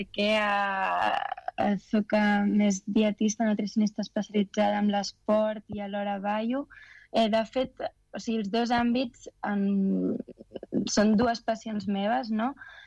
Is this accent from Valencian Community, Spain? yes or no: no; Mataró, Catalonia, Spain; moved away as an adult; now in Geneva, Switzerland; és la ciutat que t'ha vist créixer